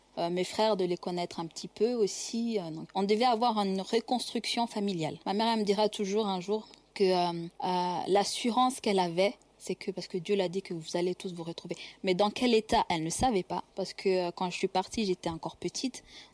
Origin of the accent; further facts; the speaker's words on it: Western Province, Rwanda; born there; Je suis née au Rwanda, dans la région de Kangugu. Nous étions anciennement catholiques.